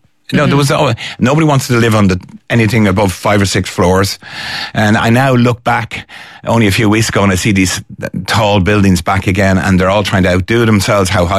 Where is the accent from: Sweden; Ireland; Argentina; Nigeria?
Ireland; now in New York, United States; And it was one thing when I moved in from Ireland, I just couldn't understand that people just don't, you ignore each other in a box that's 10 by 10